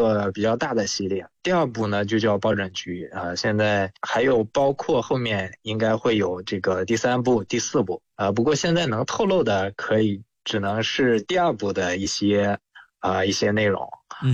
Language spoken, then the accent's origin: Chinese; China